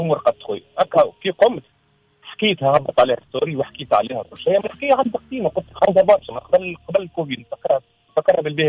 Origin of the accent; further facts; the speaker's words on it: Tunisia; زاد في بيريود وانا صغير مزيت نعيش في تونس